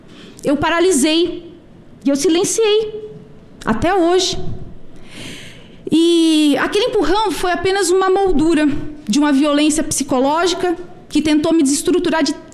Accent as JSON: {"language": "Portuguese", "region": "Santa Catarina", "country": "Brazil", "tie": "born there", "also_born_or_lived": "São Paulo, Brazil", "said": "nasci em São Paulo. Com o desemprego, minha família migrou para Santa Catarina."}